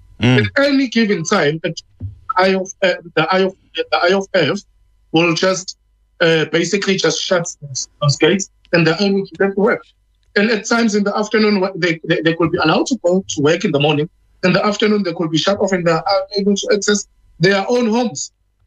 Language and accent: English; KwaZulu-Natal, South Africa; I'm one activist from South Africa in KZN